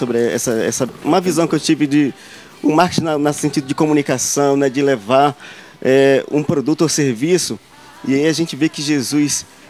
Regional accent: Maranhão, Brazil; now in Brasília, Brazil; Emílio, eu sou maranhense, né? E eu quero mandar um abraço. Eu moro há 22 anos em Brasília, né? Mas eu sou maranhense.

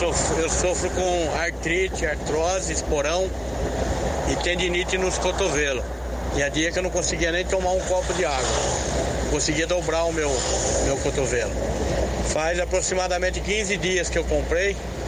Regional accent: Sumaré, São Paulo, Brazil; sou da cidade de Sumaré. Eu sou ouvinte aqui do programa do Bardelli.

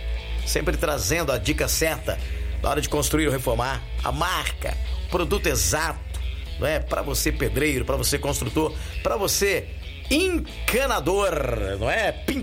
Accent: Descalvado, São Paulo, Brazil; Minha terra querida, amada, inesquecível, Descalvado.

